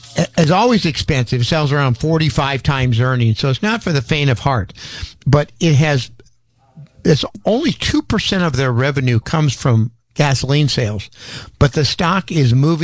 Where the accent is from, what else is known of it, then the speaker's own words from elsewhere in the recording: South Dakota, United States; moved away; I think growing up in South Dakota, I never learned how to deal with crowds. we didn't have a lot there.